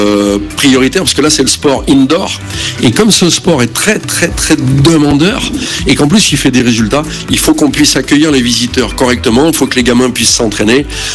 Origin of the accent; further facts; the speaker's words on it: Francheville, Auvergne-Rhône-Alpes, France; born there; also born or lived in Lyon; now in Saint-Tropez, France; Le titre était Itinéraire d'un enfant lyonnais à Saint-Tropez.